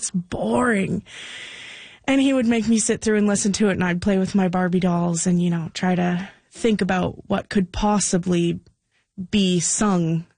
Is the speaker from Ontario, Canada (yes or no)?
yes; South River, Ontario, Canada; we are from South River, but we're about 45 minutes outside of the town in a unorganized township called Lount.